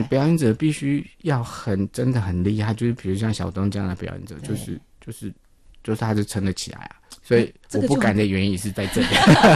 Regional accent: Taiwan; accent: Taiwanese Hokkien; first language Taiwanese Hokkien; Chinese is a second language; 我都比较强调用我的母语，就是台语做创作

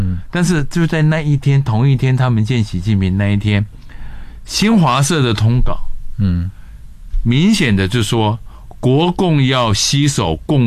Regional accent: Taiwan

